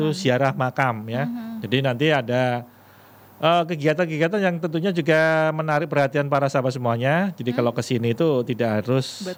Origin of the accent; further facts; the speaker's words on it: Madiun, East Java, Indonesia; Saya lahir di Kota Madiun, besar di Kota Madiun.